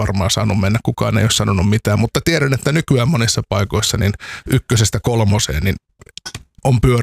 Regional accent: Oulu, North Ostrobothnia, Finland; born there

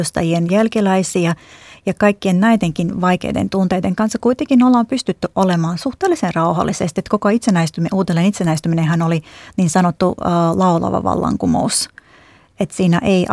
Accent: Jaunpils, Tukums Municipality, Latvia; moved away; Olen itse kotoisin Jaunpilsistä, joka on semmoinen 2000 asukkaan kylä Jurmalasta suunnilleen sinne Liettuan päin.

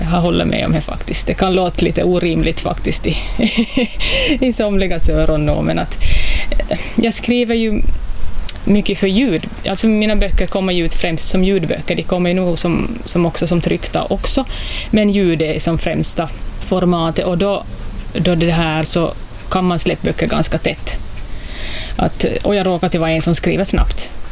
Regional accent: Vaasa, Ostrobothnia, Finland; moved away as an adult; now in Maxmo, Vörå, Finland; jag är född i Sundom. Så där är jag född och uppvuxen. Så ja, jag var Vasabo om jag nu ska säga så, men eller Sundombo, alltså, därifrån jag kommer. Men i 20 år ungefär har jag bott här i Vörå kommun.

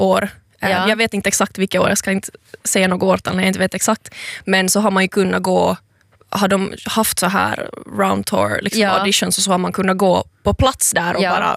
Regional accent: Helsinki, Uusimaa, Finland; also born or lived in Espoo; är 22 år gammal, uppvuxen i Helsingfors, född i Esbo.

